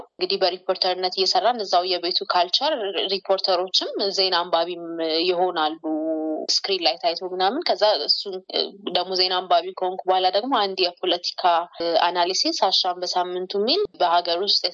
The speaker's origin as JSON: {"language": "Amharic", "region": "Addis Ababa", "country": "Ethiopia", "tie": "born or raised there", "said": "እኔ እንግዲህ እዚሁ አዲስ አበባ ነው ተወልጄ ያደኩት።"}